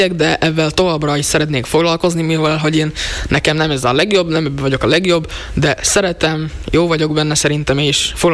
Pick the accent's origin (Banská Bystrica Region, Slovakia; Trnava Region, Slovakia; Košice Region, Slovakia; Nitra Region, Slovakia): Košice Region, Slovakia; Rožňava; Hát ide származunk, szóval nagyon tetszik.